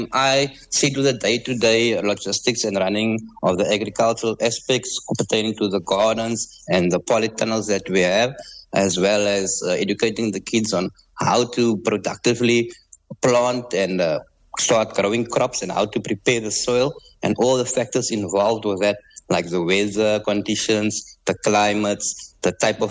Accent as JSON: {"language": "English", "town": "Cape Town", "region": "Western Cape", "country": "South Africa", "tie": "born or raised there", "said": "I mainly grew up on a rural farm. I grew up in Cape Town, but I spent most of my time on the rural farm."}